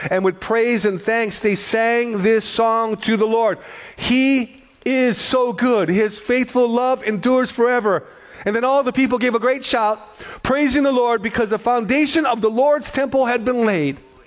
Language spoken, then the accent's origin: English; Hawaii, United States; Like, I'm from the Big Island. I go home every once in a while, and I will drive by my old high school